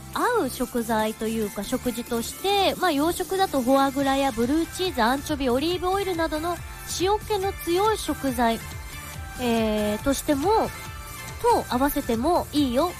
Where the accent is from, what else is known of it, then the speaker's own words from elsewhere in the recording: Miyagi, Japan; 私のふるさと宮城県